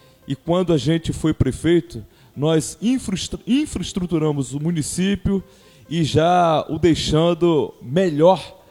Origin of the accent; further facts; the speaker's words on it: Iguaba Grande, Rio de Janeiro, Brazil; also born or lived in Araruama; Me trouxeram para Iguaba, onde lá eu sou morador desde que nasci.